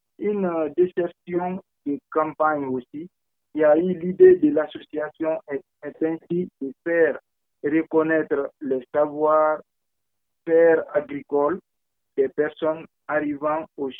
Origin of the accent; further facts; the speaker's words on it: Guinea; now in France; Je viens de la Guinée-Conakry.